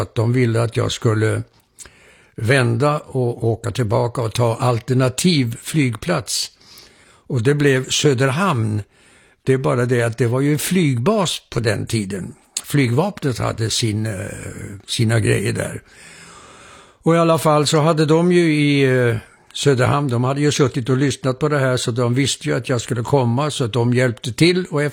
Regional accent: Denmark; Swedish is a second language; nej jag är inte svensk, jag är dansk medborgare.

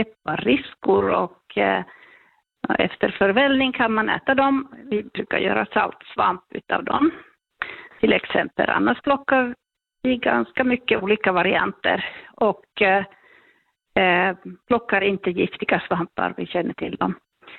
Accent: Finland; now in Uppsala, Sweden; jag är uppvuxen i Finland

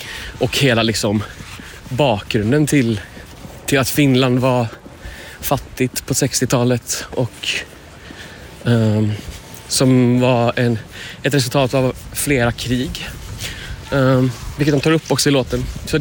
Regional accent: Gothenburg, Västra Götaland County, Sweden; moved away as an adult; now in Stockholm, Sweden; på Hisingen i alla fall. På olika platser där. Jag växte ju upp i olika miljonprogram liksom.

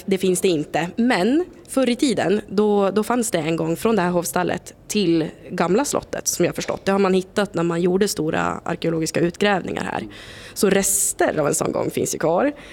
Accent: Luleå, Norrbotten County, Sweden; now in Stockholm, Sweden; jag är från Norrbotten, Luleå, men har bott här ett tag nu.

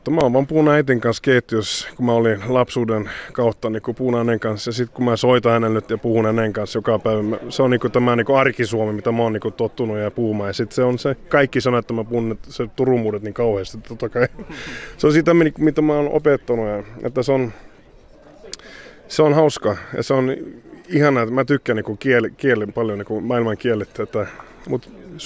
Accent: Sweden; born there; mä oon syntynyt Ruotsissa, mä kilpailen Ruotsissa. Suomalaiset ymmärtää sen myös, että totta kai ne ottaa vähän pannua, että mä en halua kilpailla Suomen maasta, mutta mä oon niin kuin ruotsalainen ja näin se on, kato.

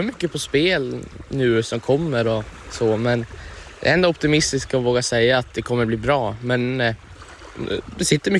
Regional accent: Gävleborg County, Sweden; hemma i Hälsingland

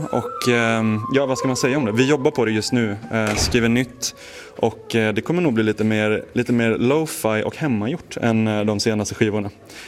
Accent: Holmsund, Västerbotten County, Sweden; moved away; Jag är från Holmsund då, så att jag hade min studentfest här.

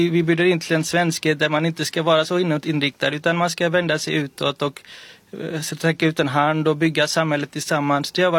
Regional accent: Gothenburg, Västra Götaland County, Sweden; born there; Jag föddes 88 i Göteborg och minns med värme alla dagar, alla timmar.

